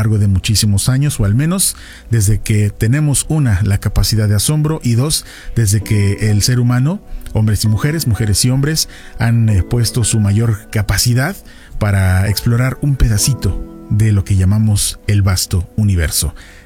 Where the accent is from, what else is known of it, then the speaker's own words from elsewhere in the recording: Tulancingo, Hidalgo, Mexico; quienes nacimos y crecimos en Tulancingo